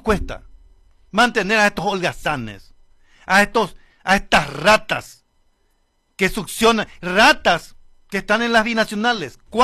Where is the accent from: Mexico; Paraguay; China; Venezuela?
Paraguay; lo boludo que somos los paraguayos